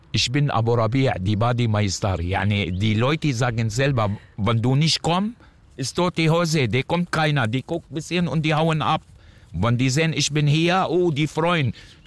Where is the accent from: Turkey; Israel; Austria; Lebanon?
Lebanon; Beirut, Beirut Governorate; German is a second language; Ich habe seit schon viele Jahre da, weil wo ich herkomme, aus Beirut, ich war immer am Strand